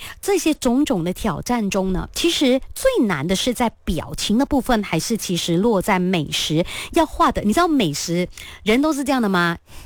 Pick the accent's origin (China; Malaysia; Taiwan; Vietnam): Malaysia; Kuching, Sarawak; 像我家乡，因为我古晋猫城，那我家乡的那个标志性的大白猫。